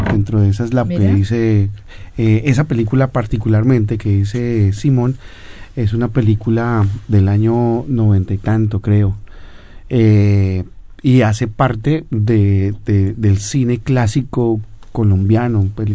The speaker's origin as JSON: {"language": "Spanish", "country": "Uruguay", "moved": "yes", "said": "Yo soy el uruguayo, ¿ta?"}